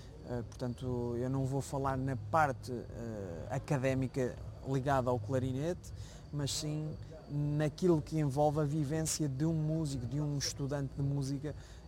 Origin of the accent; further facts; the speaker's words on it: Portugal; moved away; enquanto português